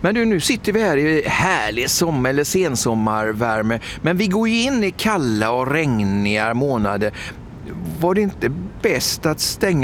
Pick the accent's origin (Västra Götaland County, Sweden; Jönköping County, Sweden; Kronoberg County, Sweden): Västra Götaland County, Sweden; Gothenburg; Det är någonting som vi göteborgare och alla turister kommer till att se fram emot.